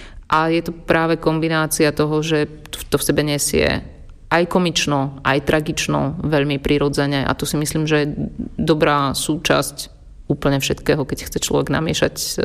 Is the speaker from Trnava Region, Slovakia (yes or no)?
no; Martin, Žilina Region, Slovakia; moved away; ja som Martinčanka a študovala som na gymnáziu Viliama Pavliniho Tóta